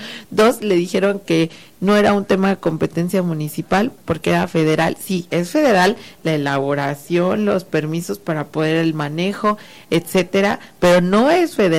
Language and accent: Spanish; San Juan del Río, Querétaro, Mexico; yo soy del municipio de San Juan del Río.